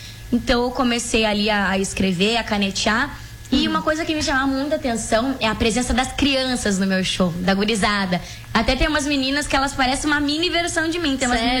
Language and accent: Portuguese; Rio Grande do Sul, Brazil; mas eu sou gaúcha